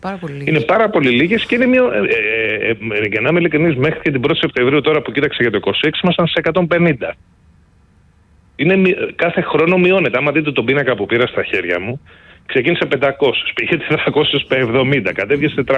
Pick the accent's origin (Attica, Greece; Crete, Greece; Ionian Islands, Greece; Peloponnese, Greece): Ionian Islands, Greece; Mavrata; moved away; πας και στην Κεφαλονιά, ας πούμε, στο χωριό μου